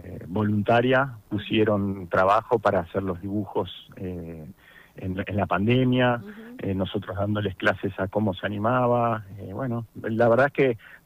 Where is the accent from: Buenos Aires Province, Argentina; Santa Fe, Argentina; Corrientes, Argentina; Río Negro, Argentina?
Río Negro, Argentina; Bariloche; yo soy productor ejecutivo, que vivo en Bariloche, soy de acá.